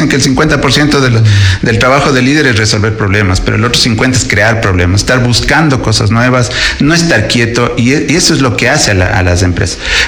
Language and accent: Spanish; Ecuador; los ecuatorianos